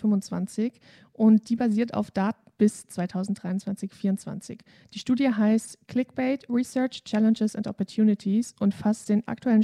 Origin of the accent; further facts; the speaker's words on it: Swabia, Germany; born there; Ich bin auch Schwäbin, ja.